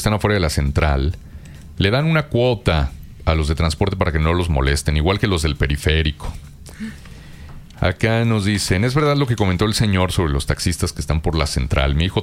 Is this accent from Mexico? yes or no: yes; Ciudad Juárez, Chihuahua, Mexico; born there; en Juárez yo veía la tele gringa que aparecía en los canales abiertos